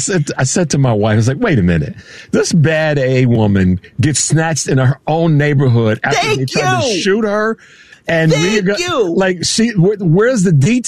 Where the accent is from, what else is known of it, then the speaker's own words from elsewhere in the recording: Midwest, United States; We're from the Midwest. We're from Detroit and Chicago.